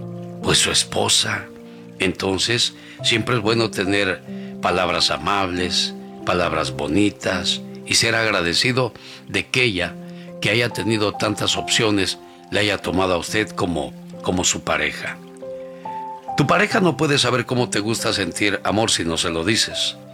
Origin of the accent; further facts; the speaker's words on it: Oaxaca, Mexico; moved away; Un día salí de Oaxaca, pero Oaxaca nunca salió de mí. ¿Y qué para los amigos de Ayoquesco, de Putla, de todo Oaxaca no hay?